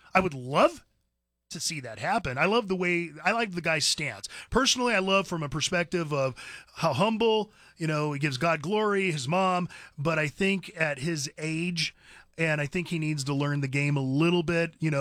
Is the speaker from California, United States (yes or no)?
yes; California, United States; moved away; We're from California